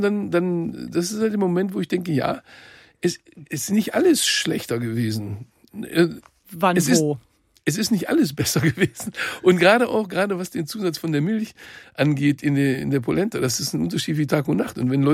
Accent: North Rhine-Westphalia, Germany; Bei uns im Ruhrgebiet, früher ist das, da kriegt er lange Zähne.

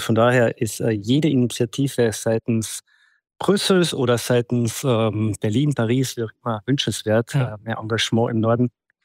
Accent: Austria; als gebürtigen Österreicher

